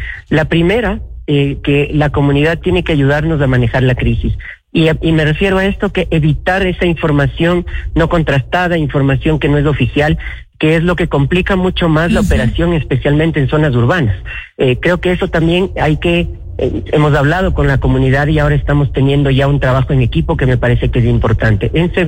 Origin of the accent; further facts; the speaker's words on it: Quito, Pichincha, Ecuador; Nosotros somos de acá de Quito, conocemos del territorio